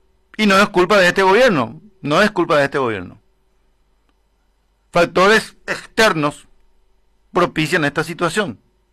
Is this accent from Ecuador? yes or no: no; Paraguay; somos independientes los paraguayos?